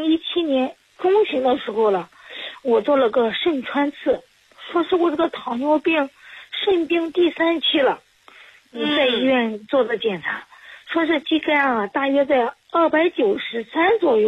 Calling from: Henan, China; 我是河南的。

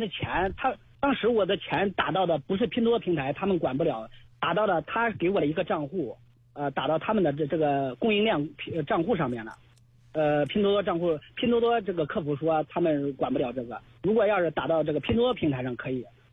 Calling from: Zhengzhou, Henan, China; 我是郑州这边的。

